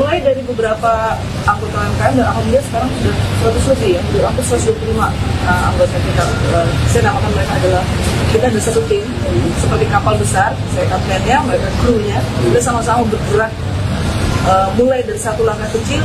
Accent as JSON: {"language": "Indonesian", "town": "Sorong", "region": "Southwest Papua", "country": "Indonesia", "tie": "born or raised there", "said": "saya ini lahir di Sorong."}